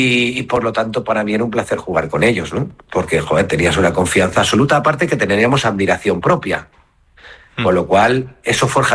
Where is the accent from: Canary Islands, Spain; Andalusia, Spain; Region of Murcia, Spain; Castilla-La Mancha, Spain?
Castilla-La Mancha, Spain; Puertollano; Yo soy de Puerto Llano y mi ilusión me hubiera gustado jugar en el Calvo Sotelo de Puerto Llano, ¿no?